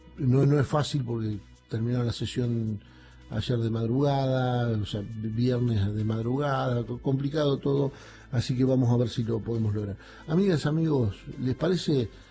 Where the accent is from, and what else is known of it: Argentina